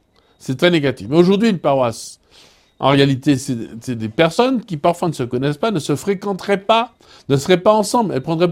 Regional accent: Martinique, France; je suis de la France, de la Martinique.

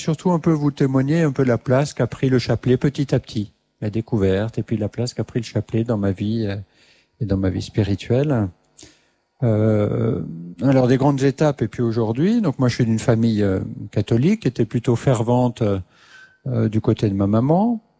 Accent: Grand Est, France; Voilà, j'étais scout dans ma jeunesse en Alsace.

